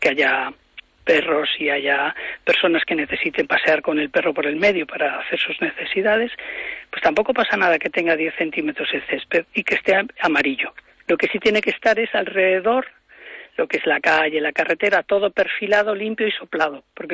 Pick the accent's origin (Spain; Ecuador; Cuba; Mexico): Spain; Galicia; nosotros como gallegos estamos acostumbrados a ver verde siempre